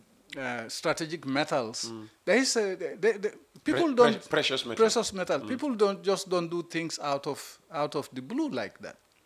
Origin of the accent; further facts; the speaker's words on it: Gambia; born there; Part of my childhood, I grew up in Kauri, in that Panjang area.